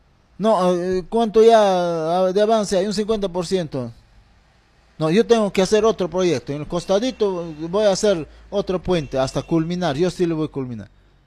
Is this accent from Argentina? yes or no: no; Peru; Somos peruanos